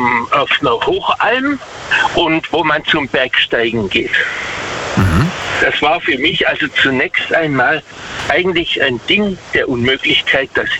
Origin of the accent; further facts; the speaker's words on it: Waghäusel, Baden-Württemberg, Germany; Also ich komme aus Waghäusel.